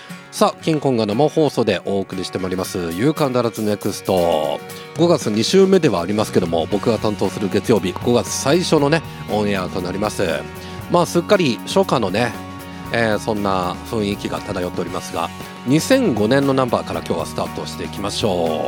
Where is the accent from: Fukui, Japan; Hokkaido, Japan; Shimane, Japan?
Shimane, Japan; Yasugi; 僕の地元の安来市広瀬町